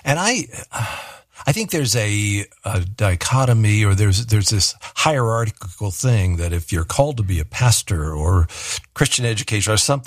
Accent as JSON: {"language": "English", "region": "West Virginia", "country": "United States", "tie": "born or raised there", "said": "when I was growing up in West Virginia"}